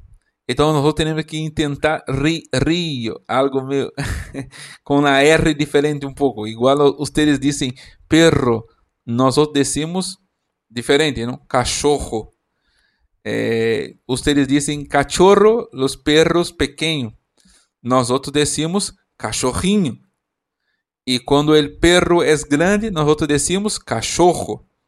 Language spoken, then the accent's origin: Portuguese; Brazil; nós que somos brasileiros